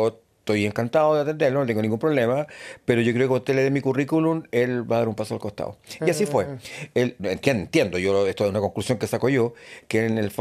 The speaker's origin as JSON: {"language": "Spanish", "town": "Chillán", "region": "Ñuble", "country": "Chile", "tie": "born or raised there", "moved": "as an adult", "lives_now": "Santiago, Chile", "said": "yo soy de Chillán. Yo nací y estudié toda mi vida en Chillán, en el colegio seminario, que después se llamó Padre Hurtado, un colegio jesuita del mismo grupo del San Ignacio"}